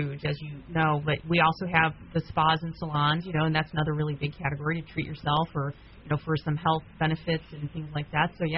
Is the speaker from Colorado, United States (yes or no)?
no; Chicago, Illinois, United States; moved away; What I grew up on in Chicago was Rosati's. I moved here, you know, 22 years ago